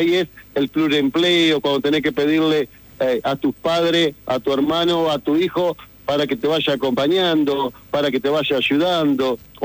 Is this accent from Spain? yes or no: no; Concepción del Uruguay, Entre Ríos, Argentina; Yo vengo de una localidad, vivo en una localidad, soy oriundo de Concepción del Uruguay